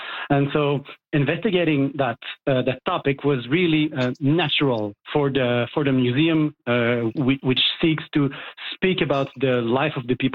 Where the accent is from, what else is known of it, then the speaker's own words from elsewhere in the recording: Montreal, Quebec, Canada; this has transformed the way I view as an external, born and raised in Montreal.